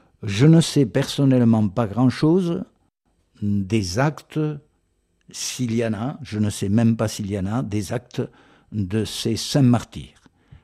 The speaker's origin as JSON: {"language": "French", "town": "Besançon", "region": "Bourgogne-Franche-Comté", "country": "France", "said": "Chez nous, à Besançon"}